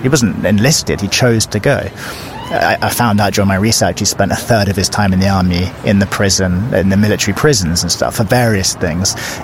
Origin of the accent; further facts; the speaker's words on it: United Kingdom; slightly inflated my international renown as a British author